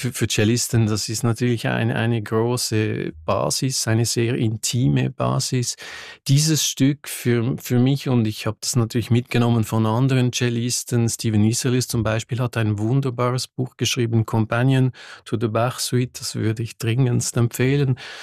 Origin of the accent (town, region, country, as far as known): Lausanne, Vaud, Switzerland; first language French; German is a second language